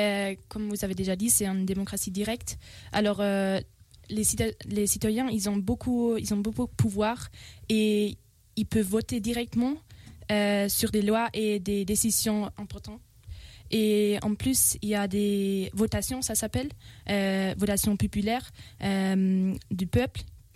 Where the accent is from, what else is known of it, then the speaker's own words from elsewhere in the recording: Zurich, Switzerland; accent: Zurich dialect; French is a second language; c'est pas la dialecte que je parle en Zurich